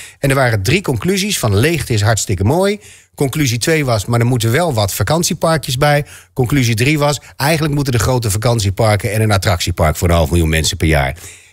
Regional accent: Groningen, Netherlands; accent: Gronings; dat is gewoon mijn taal waar ik vandaan kom. Als ik met mijn ouders praat, dan praat ik zo

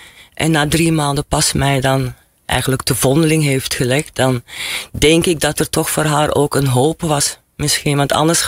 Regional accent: Belgium; moved away; dan had je op Belgische scholen, want ik kom uit België eigenlijk, dan heb je allemaal, ik was altijd het enige Chineesje.

